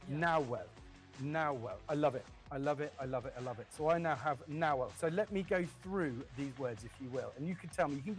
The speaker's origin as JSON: {"language": "English", "country": "United Kingdom", "said": "I am alarmingly British, sorry, but I'd like to publicly apologize for how British I am."}